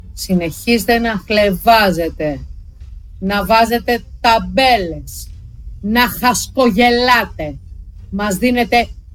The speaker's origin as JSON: {"language": "Greek", "town": "Thessaloniki", "region": "Central Macedonia", "country": "Greece", "tie": "born or raised there", "moved": "yes", "said": "Είμαι η μισή Θεσσαλονικιά, γέννημα θρέμα Θεσσαλονίκης είμαι."}